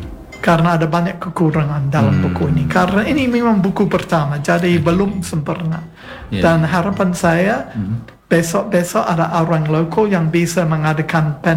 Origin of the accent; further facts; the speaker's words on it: Australia; Saya memang orang Australia. Saya keturunan orang Inggris, tapi DNA saya termasuk orang Afrika hitam. Nenek moyang saya termasuk orang Afrika hitam